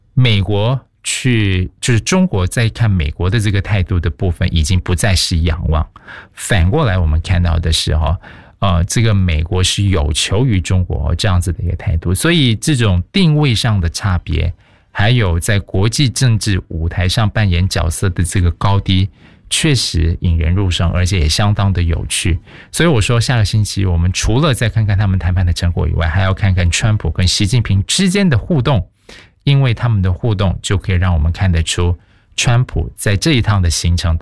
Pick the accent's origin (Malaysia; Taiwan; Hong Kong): Malaysia; 包括我本身在90年代的孩子，即便我们在东南亚，我在马来西亚成长长大也好